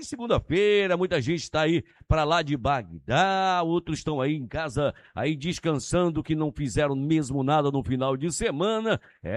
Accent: Brazil; nós somos brasileiros. Por isso, eu amo meu Brasil!

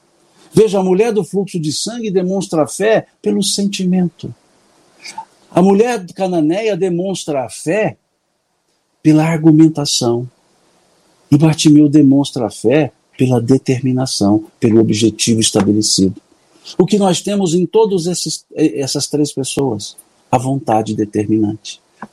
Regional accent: Minas Gerais, Brazil; como bom mineiro, Deus lhes pague.

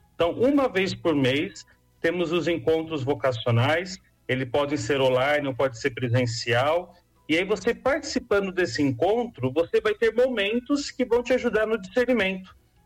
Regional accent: São Bernardo do Campo, São Paulo, Brazil; moved away; eu sou natural do Riacho Grande, exatamente daí onde é a sede da Milícia da Imaculada, eu sou do bairro dos Fincos

